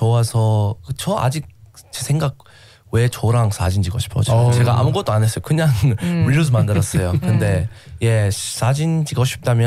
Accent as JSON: {"language": "Korean", "country": "Australia", "second_language": "Korean", "said": "저는 그냥 완전 촌놈 호주 촌놈 처럼 그냥 예 제가 처음 시작했을 때 제가 그 유명해 호주 영어 인스타그램 페이지 많이 물어봤어요."}